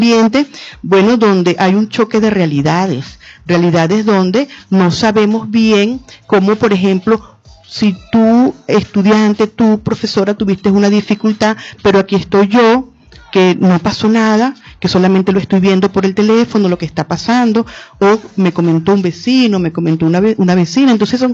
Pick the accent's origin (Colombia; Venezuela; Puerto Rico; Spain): Venezuela